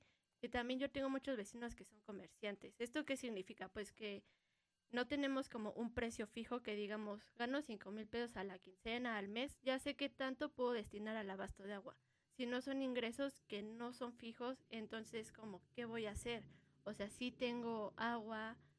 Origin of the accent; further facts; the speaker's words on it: Ecatepec, State of Mexico, Mexico; pues sí, también soy de Ecatepec y eso está como muy chido.